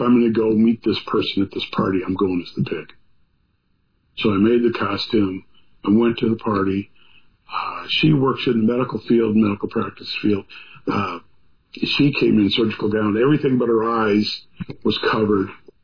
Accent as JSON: {"language": "English", "town": "Loves Park", "region": "Illinois", "country": "United States", "tie": "born or raised there", "said": "I went to my hometown, Loves Park, and another high school friend of mine owned a physical fitness center."}